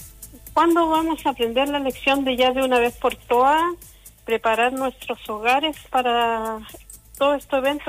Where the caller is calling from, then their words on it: Chile; como chileno, el buen chileno